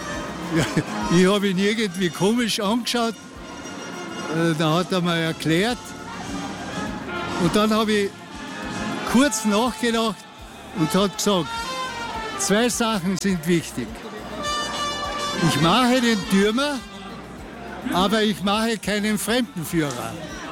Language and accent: German; Villach, Carinthia, Austria; die Suppen, die wir da traditionell bei uns in Villach kochen, ist das Fleisch nach dem Kochen.